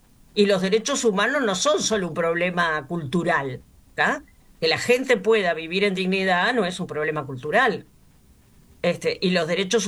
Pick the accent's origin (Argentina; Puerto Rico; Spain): Argentina; now in Uruguay; yo soy migrante, digo, yo vine a vivir de Argentina a Uruguay, pero fue una decisión libre y estoy chocha de haberlo hecho.